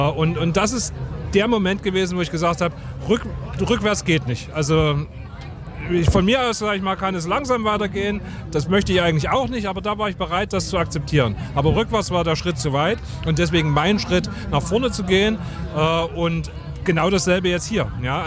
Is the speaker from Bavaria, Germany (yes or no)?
no; Leipzig, Saxony, Germany; ich bin aus Leipzig, komme aus Engelsdorf und habe 5 Kinder hier in Leipzig.